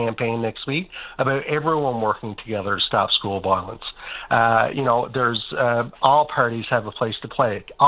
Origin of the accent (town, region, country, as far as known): Canada